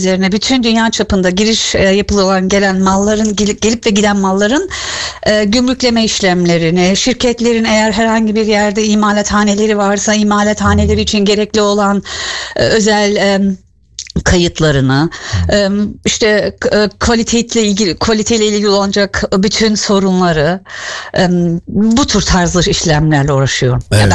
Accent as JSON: {"language": "Turkish", "region": "Hamburg", "country": "Germany", "said": "Yok, Hamburglıyım."}